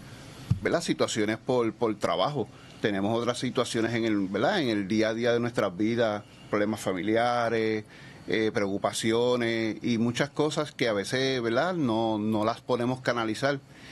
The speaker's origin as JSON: {"language": "Spanish", "town": "Sabana Seca", "region": "Toa Baja", "country": "Puerto Rico", "tie": "born or raised there", "moved": "as an adult", "lives_now": "Barceloneta, Puerto Rico", "said": "yo soy natural de, como mencionaste, de Sabana Seca, Toa Baja. Hace 25 años casi estoy viviendo en Barceloneta. Uh-huh. Y actualmente pues resido ahí."}